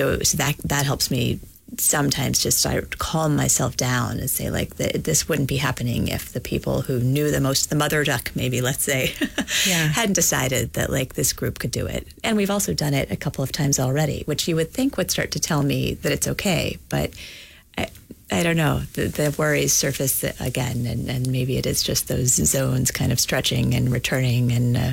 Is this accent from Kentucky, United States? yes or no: yes; Kentucky, United States; moved away; growing up in Kentucky